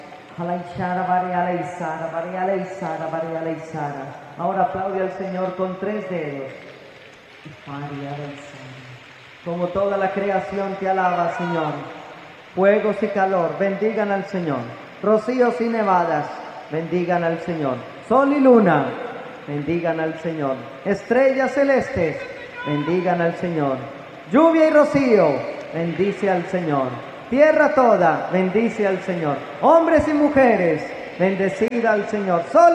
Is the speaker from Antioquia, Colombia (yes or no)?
yes; Medellín, Antioquia, Colombia; moved away; Vengo de la ciudad donde está el cartel de Medellín